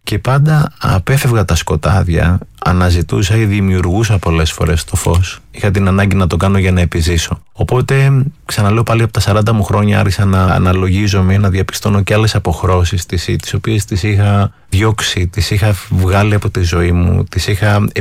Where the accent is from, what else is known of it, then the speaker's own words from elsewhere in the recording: Athens, Attica, Greece; Γεννήθηκα στην Αθήνα. Οι γονείς μου καταγόνται από τη Χίο. Μεγάλωσα στην Αθήνα.